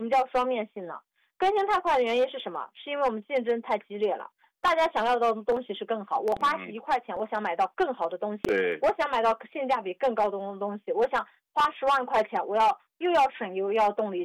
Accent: China; 我们中国人

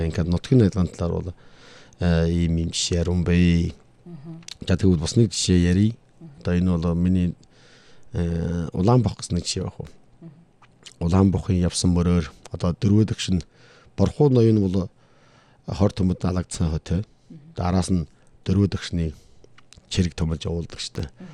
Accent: Inner Mongolia, China

